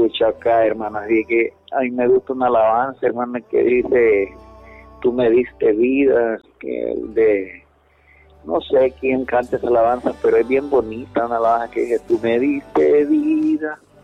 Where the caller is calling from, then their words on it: Sonaguera, Colón, Honduras; yo siempre la escucho aquí en Sonaguera. Yo soy de aquí de Sonaguera, Colombia.